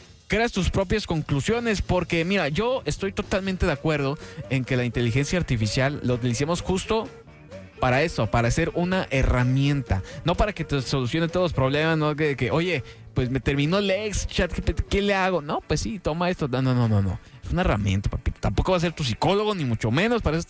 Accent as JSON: {"language": "Spanish", "country": "Honduras", "said": "Y uno como hondureño, pues, puede sentirse orgulloso de... Ahora sí que ver su país representado en una película animada"}